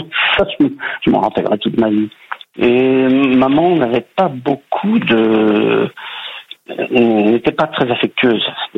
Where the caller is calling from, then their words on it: Laval, Pays de la Loire, France; Moi j'habite en Mayenne, à Laval.